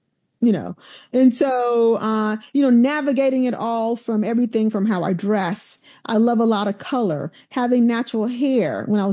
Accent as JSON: {"language": "English", "region": "Alabama", "country": "United States", "tie": "born or raised there", "said": "I grew up in Alabama. A large part of my growth was there."}